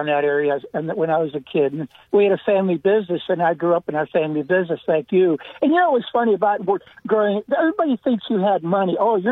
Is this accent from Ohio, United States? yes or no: yes; Warren, Ohio, United States; now in Niles, United States; Actually, I grew up in Warren, so I was a Panther.